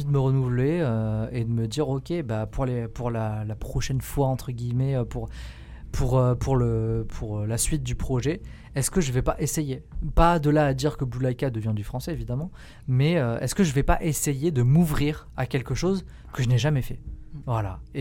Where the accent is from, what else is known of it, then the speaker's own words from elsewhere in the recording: Occitanie, France; moved away as an adult; now in Grenoble, France; Alors moi, je ne suis pas de Grenoble à la base. Moi, je viens du sud de Perpignan. Donc vraiment Pyrénées-Orientales. Tu prends la bagnole en 20 minutes en Espagne. Tu vois, c'est vraiment le sud de ouf. Après j'ai beaucoup bougé pendant et après mes études